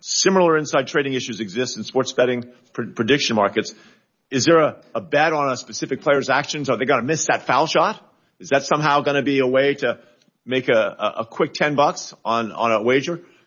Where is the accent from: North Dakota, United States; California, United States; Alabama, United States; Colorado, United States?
Colorado, United States; Many states, including my home state of Colorado, prohibit sports books from advertising to minors under 21